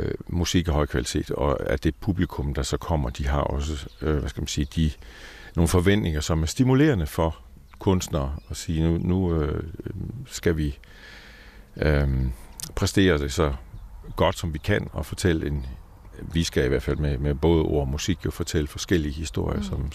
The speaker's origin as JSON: {"language": "Danish", "region": "Jutland", "country": "Denmark", "said": "Så godt, som jeg nu som jyde kan vurdere det."}